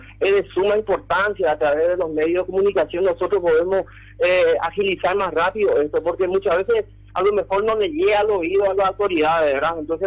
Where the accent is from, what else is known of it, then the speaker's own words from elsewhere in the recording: Presidente Franco, Alto Paraná, Paraguay; nosotros somos parte de Franco, nosotros somos ciudadanos franqueños, somos gente de bien.